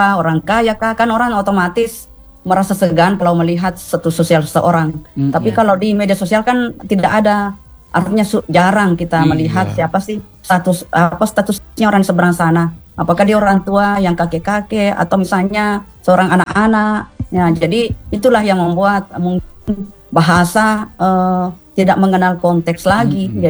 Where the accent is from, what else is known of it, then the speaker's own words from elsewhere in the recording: South Sulawesi, Indonesia; accent: Bugis; saya maaf pakai logat Bugis ya.